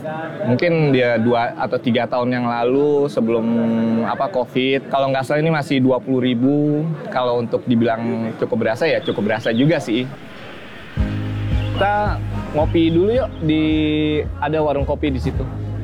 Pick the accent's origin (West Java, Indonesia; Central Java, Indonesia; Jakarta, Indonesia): Jakarta, Indonesia; born there; kalau saya sendiri lahirnya di Jakarta sih. Tapi memang kalau untuk ibu dan bapak saya orang Surabaya.